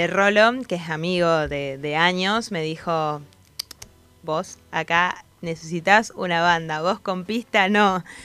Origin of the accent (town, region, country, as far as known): Comodoro Rivadavia, Chubut, Argentina; born there; moved away as an adult; now in Buenos Aires, Argentina